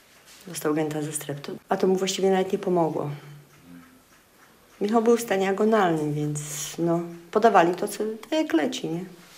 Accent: Podlaskie Voivodeship, Poland; ja z Puszczy Białowieskiej jestem, tam nikt nie słyszał o tym.

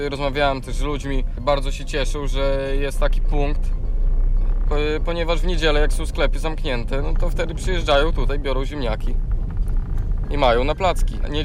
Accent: Podlaskie Voivodeship, Poland; U nas na Podlasiu ludzie bardzo lubią ziemniaki Irys i Irga.

